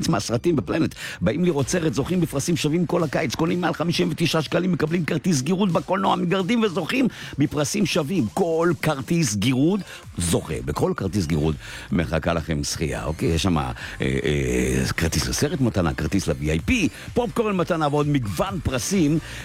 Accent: Hungary; לא, כי אני הונגרי, וכשאני טס לבודפשט אני אומר סרבוס

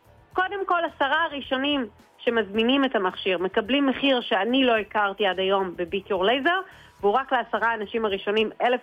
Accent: Haifa, Haifa District, Israel; וגם אני חיפאית וחיפה לחיפאים באמת

